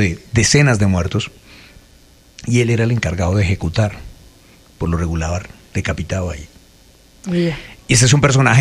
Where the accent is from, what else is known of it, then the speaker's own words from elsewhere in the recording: Mapiripán, Meta, Colombia; moved away; Y precisamente yo que vengo de Mapiripán y salí después de la masacre, de lo que sucedió.